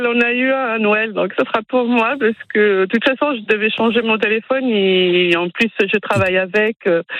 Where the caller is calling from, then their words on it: Chennevières-sur-Marne, Île-de-France, France; À Chennevières-sur-Marne, à côté de Champigny, Saint-Maur.